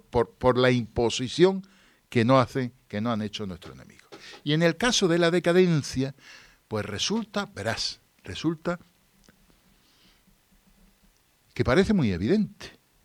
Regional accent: Spain; yo sea un divulgador español

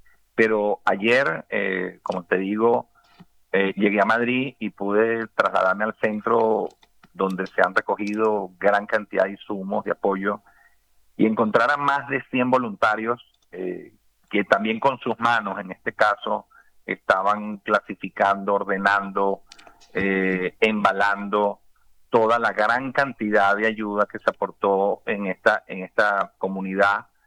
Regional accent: Venezuela; now in Spain; Nosotros como tantos venezolanos

